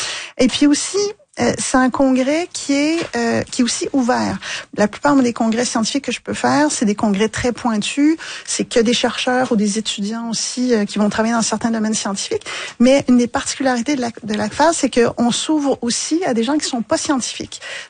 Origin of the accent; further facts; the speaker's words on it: Trois-Rivières, Quebec, Canada; moved away as an adult; now in Paris, France; je suis une diplômée de l'UQTR. J'ai grandi à Trois-Rivières.